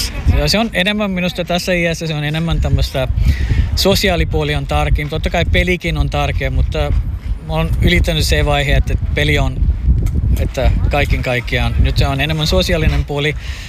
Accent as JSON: {"language": "Finnish", "country": "India", "second_language": "Finnish", "moved": "as an adult", "lives_now": "Finland", "said": "Aloitin Intiassa, kun olin 3-vuotias"}